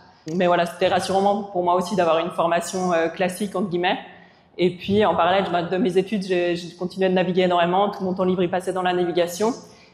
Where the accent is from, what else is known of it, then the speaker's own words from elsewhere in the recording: Geneva, Switzerland; je vais avoir 40 ans cette année. J'ai grandi en Suisse, à côté de Genève, donc au bord du lac Léman.